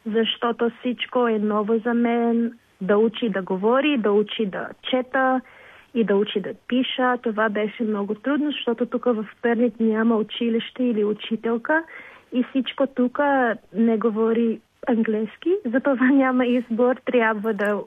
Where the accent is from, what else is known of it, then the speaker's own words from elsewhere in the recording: Philippines; Bulgarian is a second language; also born or lived in London; now in Pernik, Bulgaria; Повечето хора ме знаят от TikTok като … аз съм от Филипините.